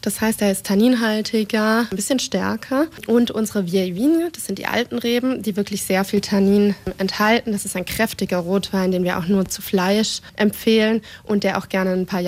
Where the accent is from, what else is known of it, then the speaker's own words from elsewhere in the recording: Germany; moved away as an adult; now in Ottrott, France; ich komme ja aus Deutschland